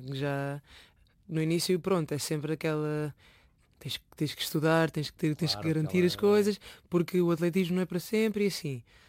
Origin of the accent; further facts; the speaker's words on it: Lisbon, Portugal; born there; Pronto, eu nasci cá, nasci em Lisboa.